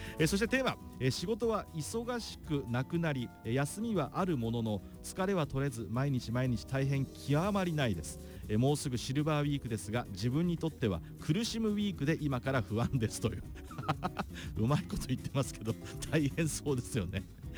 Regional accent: Sano, Tochigi, Japan; moved away as an adult; now in Mito, Japan; 水戸に来たのが99年なんですよ。18歳まで、ふるさとの栃木県佐野市で生活して、大学の木にねこっちに来て、それが99年だったんですよ。

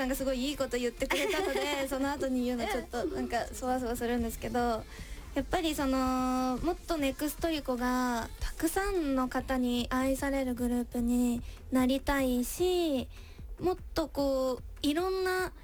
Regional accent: Nagano, Japan; moved away; 私は地元が長野県なので

